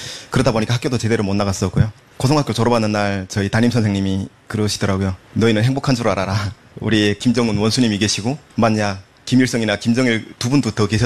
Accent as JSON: {"language": "Korean", "town": "Hyesan", "region": "Ryanggang", "country": "North Korea", "tie": "born or raised there", "moved": "yes", "lives_now": "South Korea", "said": "저는 양강도 해산시라는 곳에서 평범한 노동자 가정의 외아들로 태어났습니다."}